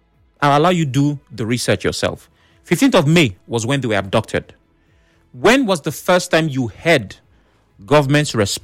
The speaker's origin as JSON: {"language": "English", "country": "Nigeria", "said": "As you are now as a Nigerian, believe it or not."}